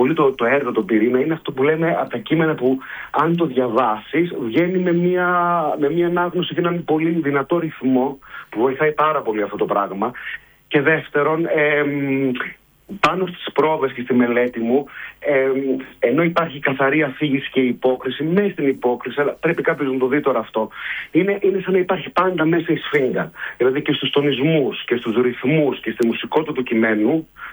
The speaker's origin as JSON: {"language": "Greek", "town": "Thespies", "region": "Central Greece", "country": "Greece", "said": "επειδή εγώ είμαι από τις Θεσπίες στη Βόν και οπότε είμαι από εδώ"}